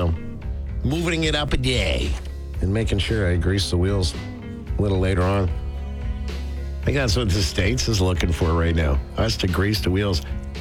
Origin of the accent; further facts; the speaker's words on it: Canada; I, being Canadian and all